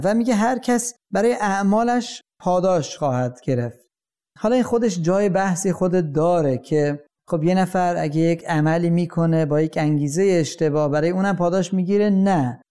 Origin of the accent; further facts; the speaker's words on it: Iran; ماها همه در ایران متولد شدیم، بزرگ شدیم